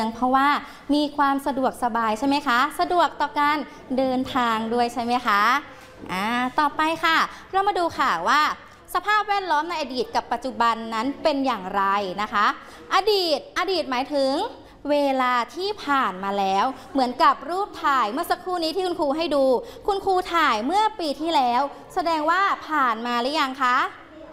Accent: Phetchaburi, Thailand; now in Prachuap Khiri Khan, Thailand; อย่างเช่น … นั้นมีบ้านเกิดอยู่ที่จังหวัดเพชรบุรีและตอนนี้ … ก็ย้ายถิ่นฐานมาอยู่ที่จังหวัดประจวบคีรีขันธ์เพราะว่าคุณพ่อคุณแม่ทำงานอยู่ที่จังหวัดประจวบคีรีขันธ์นะคะ

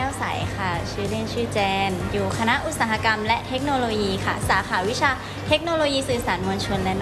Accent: Amnat Charoen, Thailand; born there; moved away; หนูเป็นลูกครึ่งอีสานพ่อเนี่ยเป็นขอนแก่นแม่เป็นอำนาจเจริญค่ะแต่หนูที่เกิดอำนาจเจริญเกิดที่อำนาจเจริญ

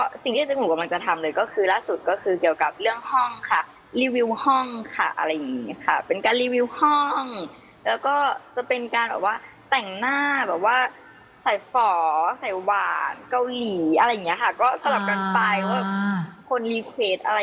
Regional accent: Phang Nga, Thailand

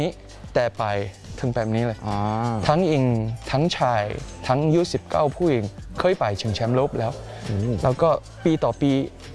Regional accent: Singapore; เป็นคนสิงคโปร์ครับ

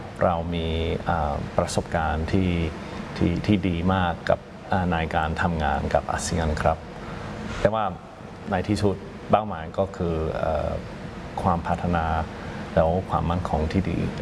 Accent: Australia; Thai is a second language; moved away as an adult; now in Thailand; ก็ตอนผมอยู่ที่ประเทศออสเตรเลียผมพยายามเรียนภาษาไทย

